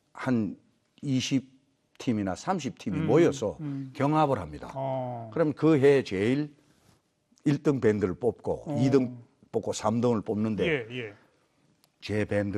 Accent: South Korea; 제가 고향이 남쪽이라서 어릴 때부터 트로트를 많이 듣고 자랐습니다.

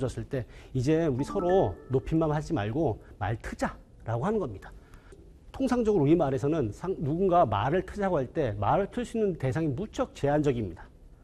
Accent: South Korea

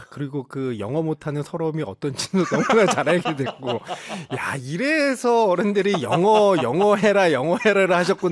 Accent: Seongnam, Gyeonggi Province, South Korea; also born or lived in Seoul; 그 이제 저 성남 출신이거든요. 경기도

